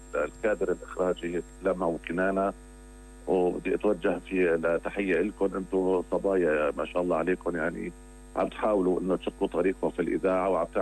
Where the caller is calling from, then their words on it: Aleppo, Aleppo Governorate, Syria; من حلب. مستمع قديم جدا جدا جدا.